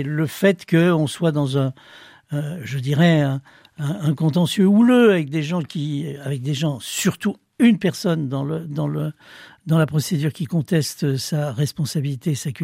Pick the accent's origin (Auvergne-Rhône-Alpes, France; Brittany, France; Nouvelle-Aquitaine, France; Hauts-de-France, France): Auvergne-Rhône-Alpes, France; Saint-Étienne; Oui, je suis stéphanois, j'ai mal pour ma ville